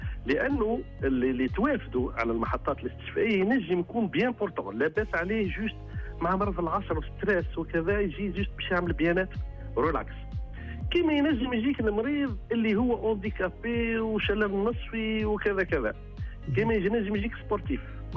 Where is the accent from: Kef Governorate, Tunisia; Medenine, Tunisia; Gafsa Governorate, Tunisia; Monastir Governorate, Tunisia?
Gafsa Governorate, Tunisia; born there; نبدأ بولاية قفصة. تدبر شاءة الأقدار اللي هي موطني والحمد لله. وديما الواحد المسقط الرأس يبقى ديما عندها نقوله مكان اعتباري في وجدانه.